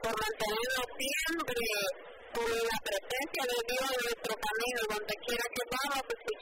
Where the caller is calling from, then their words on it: Long Island, New York, United States; Desde Long Island